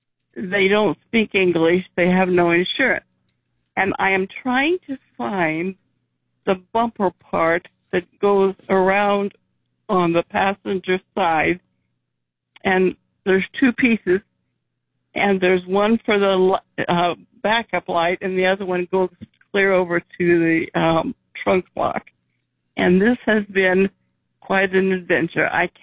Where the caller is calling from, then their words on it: Nebraska, United States; I'm from Nebraska, remember?